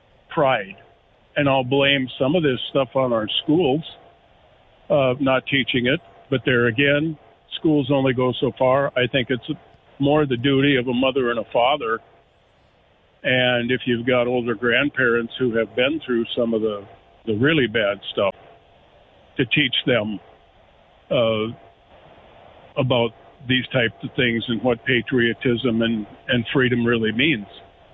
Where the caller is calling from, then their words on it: United States; that type of thing bothers me as an American.